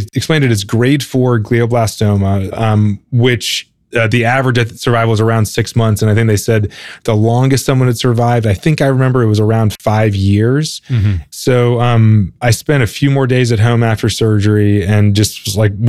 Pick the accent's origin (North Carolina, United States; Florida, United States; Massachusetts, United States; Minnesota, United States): North Carolina, United States; Raleigh; I grew up in Raleigh, North Carolina, where college sports are really big